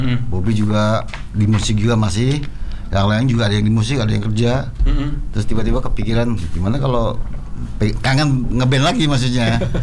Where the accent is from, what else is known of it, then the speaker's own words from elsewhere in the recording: Java, Indonesia; Aslinya Jawa.